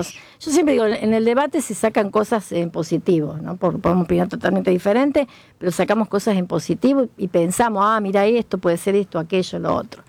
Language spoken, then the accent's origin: Spanish; Argentina; Bueno, ahora te voy a decir algo. Tenemos, somos argentinos.